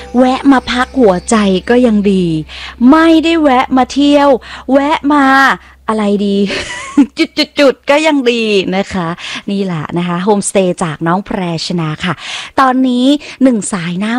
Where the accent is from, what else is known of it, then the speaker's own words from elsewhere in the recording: Samut Prakan, Thailand; เป็นเด็กสมุทรปราการเหมือนกันเรียนแถวนั้นนะคะ